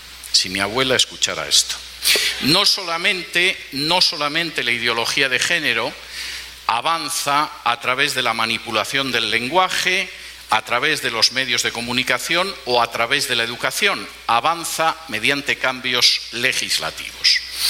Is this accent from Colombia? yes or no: no; Spain; Por ejemplo, en mi país, hace cosa de poco más de un año, en algunas regiones de España